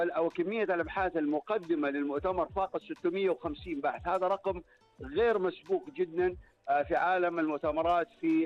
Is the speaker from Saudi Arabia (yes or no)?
yes; Saudi Arabia; في بلدنا الحبيب المملكه العربيه السعوديه